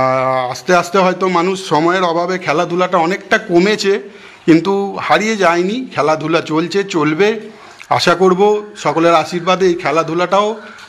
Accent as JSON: {"language": "Bangla", "town": "Jagatballavpur", "region": "West Bengal", "country": "India", "said": "5টা 7টা বড় বড় মাঠ আছে আমাদের জগৎবল্লভপুর গ্রামের মধ্যে"}